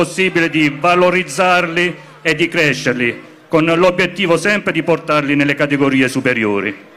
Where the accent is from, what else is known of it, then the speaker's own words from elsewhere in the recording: Taranto, Apulia, Italy; Sì, per me da tarantino è un'emozione doppia.